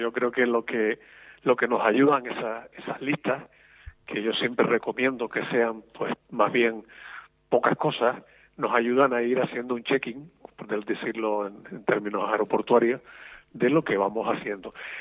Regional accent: Canary Islands, Spain; confirmar que soy residente canario

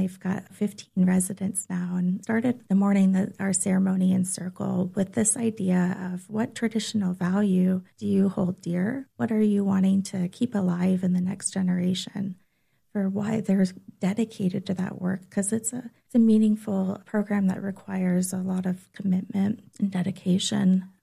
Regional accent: Anchorage, Alaska, United States; I grew up here in Anchorage. … my dad is from Appalachian, Ohio.

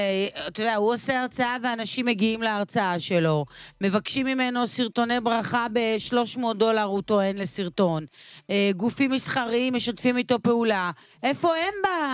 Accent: Kiryat Gat, Southern District, Israel; ג'קי גם יכול להיות, אצלנו בקריית גת יש הרבה ג'קי.

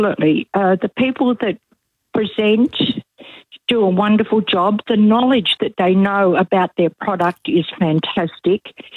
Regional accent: Maldon, Victoria, Australia; I'm from Malden in country Victoria.

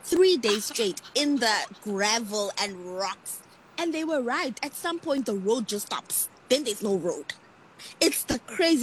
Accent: South Africa; as a South African.

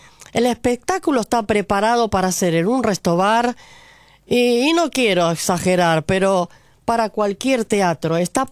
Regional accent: Valentina Alsina, Buenos Aires Province, Argentina; todos los que somos de Valentina Alsina

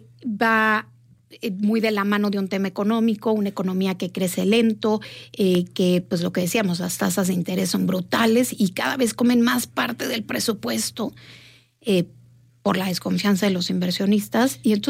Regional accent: Mexico

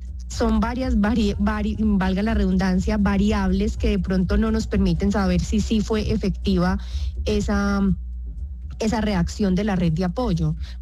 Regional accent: Medellín, Antioquia, Colombia; Yo soy de Medellín. Yo soy de Medellín, pero al empezar el recorrido por los diferentes municipios de Antioquia, empezamos en La Ceja.

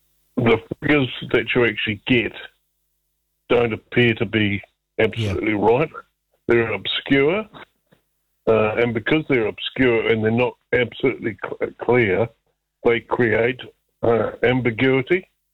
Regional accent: Wellington, New Zealand; Well, I come from Wellington.

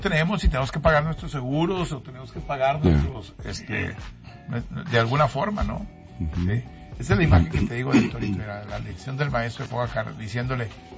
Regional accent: Mexico; como mexicanos tenemos que disfrutarlo

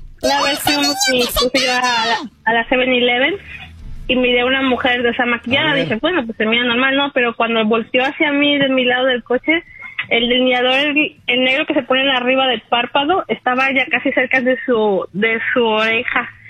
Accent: Mexico City, Mexico

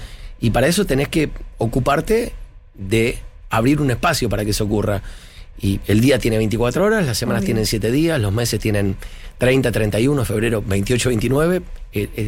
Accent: Adrogué, Buenos Aires Province, Argentina; moved away; Yo soy de Adrogué, provincia de Buenos Aires.

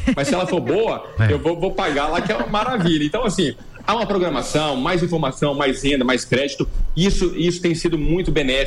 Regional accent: Rio de Janeiro, Brazil; que eu sou carioca

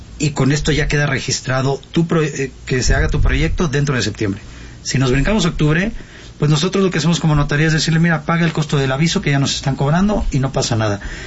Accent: Mexico; porque como buenos mexicanos, dejamos todo al final

